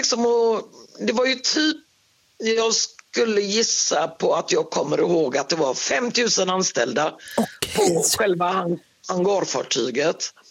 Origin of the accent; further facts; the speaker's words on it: Sweden; när vi kom hem till Sverige